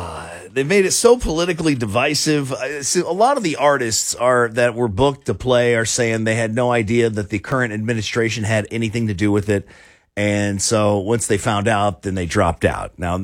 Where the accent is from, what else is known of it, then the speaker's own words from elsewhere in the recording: United States; as an American on our 250th birthday as a nation